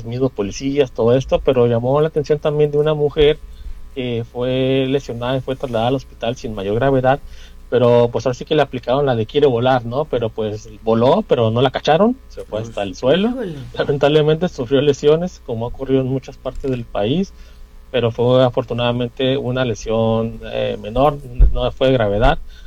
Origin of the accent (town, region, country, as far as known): Mexico